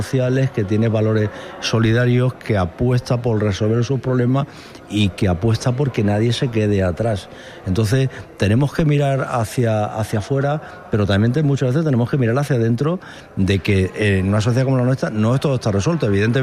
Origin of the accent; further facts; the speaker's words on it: Andalusia, Spain; tengo una conciencia tan grande como andaluz, lo he vivido tanto